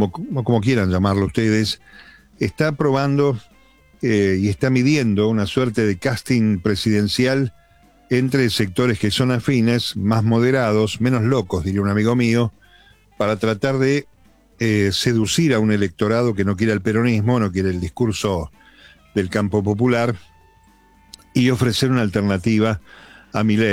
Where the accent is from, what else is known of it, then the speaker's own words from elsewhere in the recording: Caseros, Buenos Aires Province, Argentina; soy de Caseros